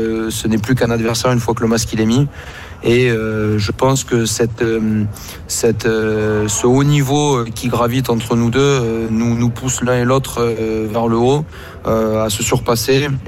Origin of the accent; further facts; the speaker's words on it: Marseille, Provence-Alpes-Côte d'Azur, France; en réalité nous sommes originaires de Marseille le sport national à Marseille n'est autre.